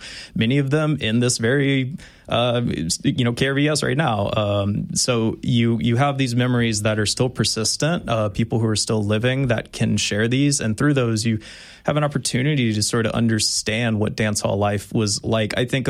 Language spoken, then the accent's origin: English; Lafayette, Louisiana, United States; also born or lived in Baton Rouge; So born and raised in Lafayette, Louisiana, just one of the neighborhoods just south of the mall, Mall of Louisiana down, or not Mall of Louisiana, Mall of Acadiana, right? Sorry. I lived in Baton Rouge for some time